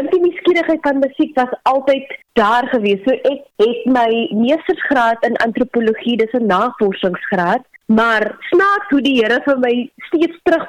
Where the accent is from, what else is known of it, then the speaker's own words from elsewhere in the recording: Upington, Northern Cape, South Africa; born there; So ek is oorspronkelijk van Appington in die Noordkaap.